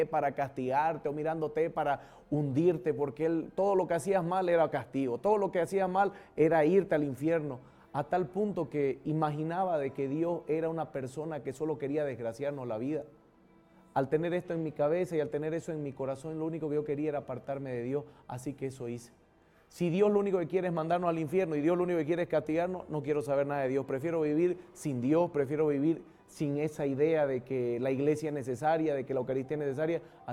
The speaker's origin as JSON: {"language": "Spanish", "country": "Bolivia", "said": "de la Orden de Predicadores. Soy de Bolivia."}